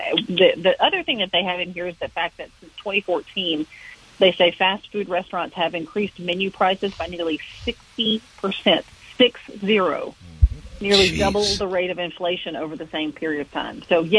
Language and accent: English; Mississippi, United States; now in North Carolina, United States; So my home state of Mississippi is number one.